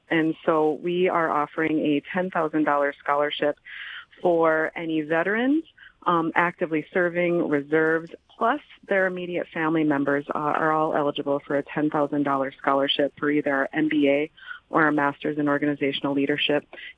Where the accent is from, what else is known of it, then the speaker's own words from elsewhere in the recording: Bemidji, Minnesota, United States; also born or lived in Arizona; I was born and raised in Bemidji, and my husband and I were down in Arizona for a few years before we decided we really needed to come up to the Midwest and be able to raise our family here.